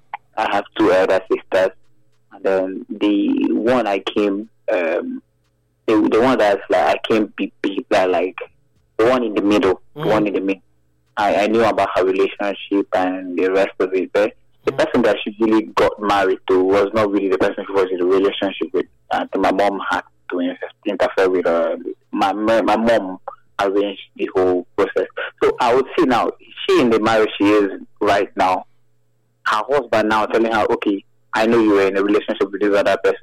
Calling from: Benin City, Edo, Nigeria; from Ugbowa.

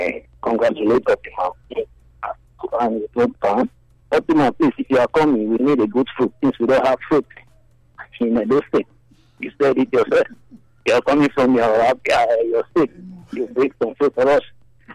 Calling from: Nigeria; calling from Apero.

